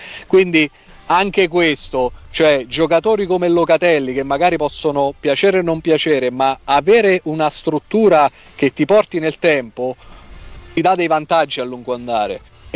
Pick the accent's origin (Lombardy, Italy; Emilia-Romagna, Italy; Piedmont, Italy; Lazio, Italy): Lazio, Italy; Minturno; Tu sai, io sono di Minturno, e a Minturno un periodo ha giocato proprio da ragazzo Dino Fava Passaro